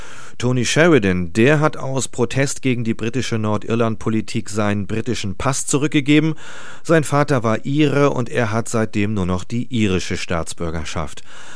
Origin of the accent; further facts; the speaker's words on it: Northern Germany, Germany; als Norddeutscher ist man ab und zu mal geneigt, diesem Slogan zuzustimmen